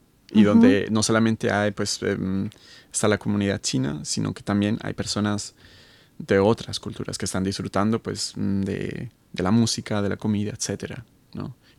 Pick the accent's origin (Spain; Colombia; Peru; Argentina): Colombia; now in Tübingen, Germany; Eso, por ejemplo, en Tübingen me gustan los eventos musicales y siempre encuentras, yo pues, soy colombiano, pero siempre encuentras, bueno, a la comunidad chilena, o la comunidad ecuatoriana o la mexicana.